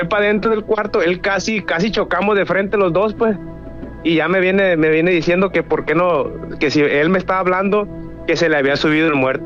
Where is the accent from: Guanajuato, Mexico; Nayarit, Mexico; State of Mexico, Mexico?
Nayarit, Mexico; Santiago Ixcuintla; tengo una historia que yo soy originario de Santiago Ixcuintla, Nayarit.